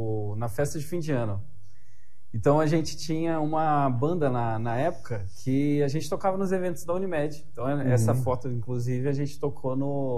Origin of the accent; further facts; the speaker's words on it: Palmital, São Paulo, Brazil; Sou de Palmital.